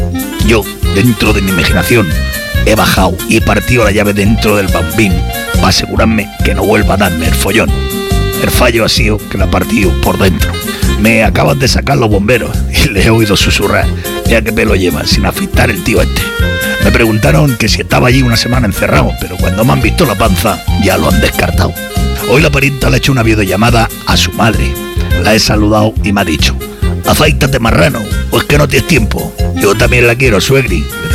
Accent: Spain; Como buenos españoles que somos, la única manera de salvar el país es haciendo lo que mejor se nos da.

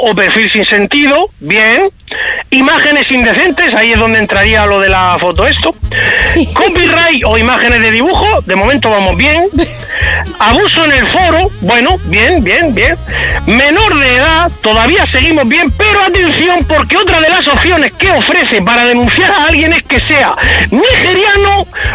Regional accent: Region of Murcia, Spain; esto además me toca porque es de mi tierra

